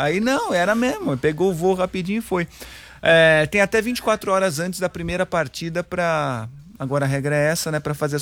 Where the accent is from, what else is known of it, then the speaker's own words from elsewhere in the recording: São Paulo, Brazil; Quando eu era criança, adolescente, lá na Penha, as ruas eram todas pintadas e tal.